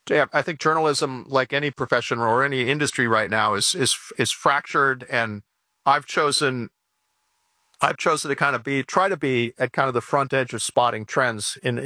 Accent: Callicoon, New York, United States; It was really good for my hometown because people moved out of New York City 2.5 hours to Calicoon, New York, where I grew up, and found homes in the farmlands

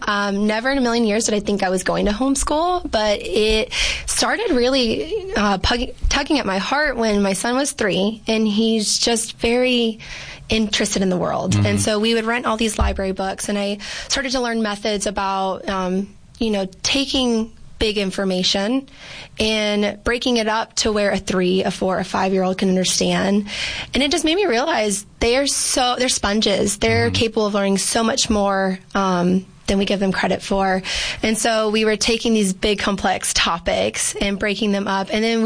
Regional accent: Virginia, United States; also born or lived in El Paso, Texas; I'm originally from El Paso, Texas. Okay, I've heard of that one. Yeah. But growing up, we moved quite a bit. So what feels like home is the Northern Virginia area.

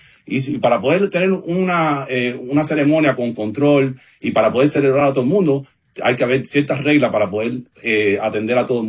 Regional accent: Cuba; Yo estoy muy orgulloso, yo soy cubano, mis padres estuvieron súper contentos cuando yo me gradué

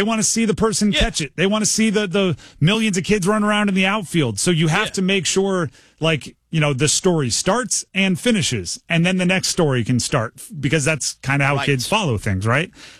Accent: East Coast, United States; I remember seeing West Coast players in the All-Star Game that I didn't see that often growing up on the East Coast

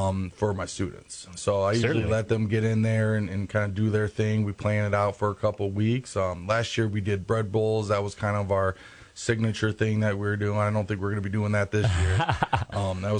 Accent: Jackson, Michigan, United States; now in Detroit, United States; I went to Jackson College for Culinary Arts and graduated from there. Currently at Henry Ford in Detroit right now, trying to work on my four-year degree, but finish that out. But I've been born and raised in J

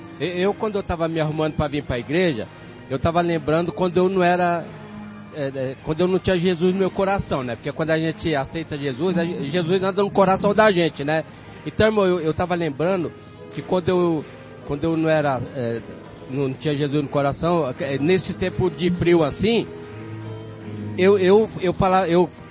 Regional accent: São Paulo, Brazil; Sapopemba, Zona Leste.

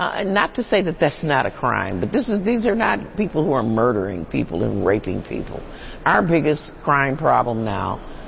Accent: Wisconsin, United States; Matter of fact, I hail from Wisconsin, where Joe McCarthy, the famous Joe McCarthy, hails from Wisconsin.

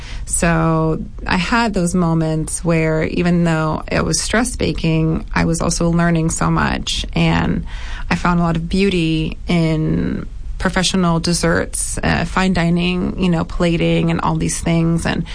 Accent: New Orleans, Louisiana, United States; moved away as an adult; also born or lived in San Francisco; I am from New Orleans, born and raised, and I think much like a lot of us who grew up here, I definitely grew up around food and I grew up in the kitchen

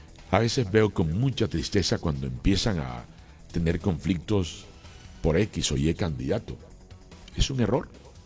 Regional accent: Colombia

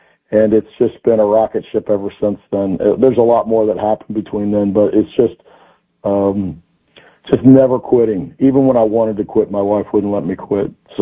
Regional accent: Columbus, Ohio, United States; I'm still from where I was born in Columbus, the east side of Columbus, Ohio, so 3 hours directly east from here, very similar to this town, very similar in the fact that we all seem to have to work for a living here no matter what, very Midwest

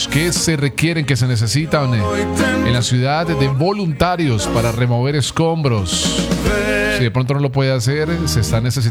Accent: Cali, Valle del Cauca, Colombia; como caleños, como vallecaucanos.

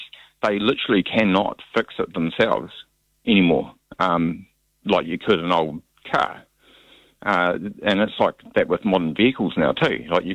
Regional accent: Stewart Island, Southland, New Zealand; I'm from Stewart Island.

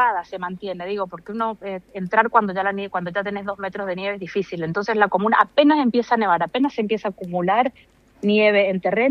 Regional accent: Mendoza, Argentina; now in Norway; Yo tengo mi familia, tengo amigos, yo soy mendocina, viví en Men

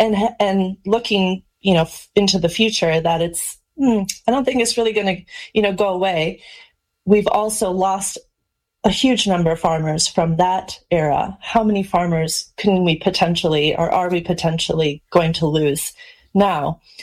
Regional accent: Charles City, Iowa, United States; moved away as an adult; So I grew up here in Charles City, Iowa. We're in Northeast Iowa.

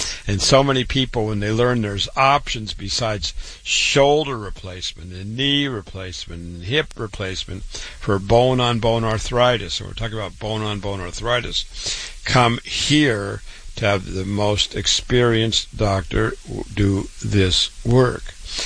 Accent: Waterloo, Iowa, United States; Born and raised in Waterloo, Iowa, board certified, triple board certified, went to public school, university, MD at 25

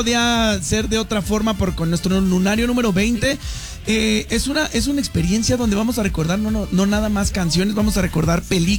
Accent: Mexico; de tus raíces y de lo que somos como mexicanos.

